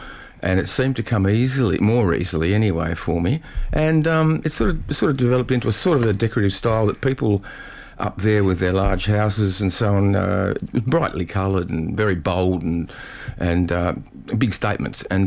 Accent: Derwent Valley, Tasmania, Australia; moved away; also born or lived in Queensland; And I grew up in Tassie, down in the Derwent Valley

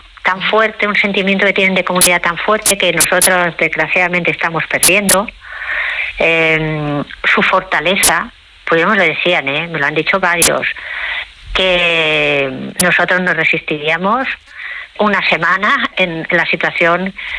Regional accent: Badalona, Catalonia, Spain; porque yo volví a Badalona, yo soy de Badalona, pero he estado muchos años viviendo fuera de Badalona

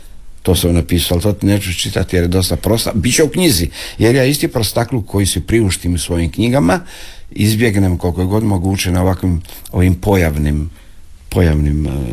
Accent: Šibenik, Šibenik-Knin County, Croatia; ja sam Šibenčanin, mi nismo ovako umilni

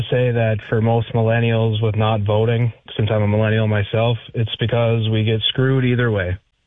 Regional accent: Grand Forks, North Dakota, United States; I'm from Grand Forks originally

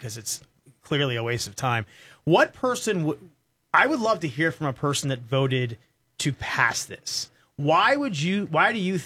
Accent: Columbus, Ohio, United States; more Democratic socialists in Franklin County than I've ever even witnessed before since, you know, I'm from Columbus.

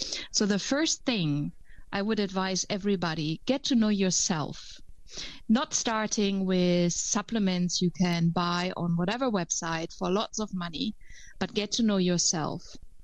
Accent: Germany; English is a second language; now in Netherlands

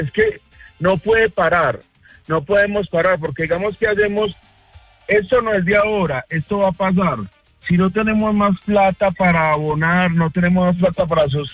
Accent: Caldas, Colombia

